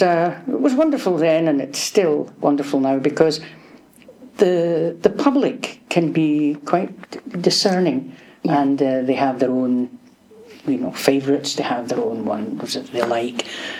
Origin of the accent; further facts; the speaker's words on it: Glasgow, Scotland, United Kingdom; I just started in my hometown of Glasgow.